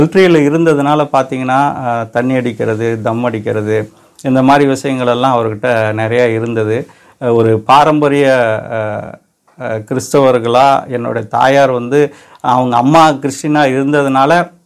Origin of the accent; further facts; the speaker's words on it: India; born there; also born or lived in Pune / Lucknow; சத்தீஸ்கரில் ஜார்கண்டில் நான் பிறந்தேன்